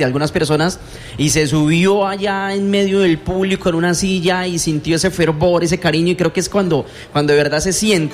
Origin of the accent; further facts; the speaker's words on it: La Primavera, Vichada, Colombia; para nosotros, los primavereños, los primaverenses, quienes venimos en esta tierra hermosa del Curito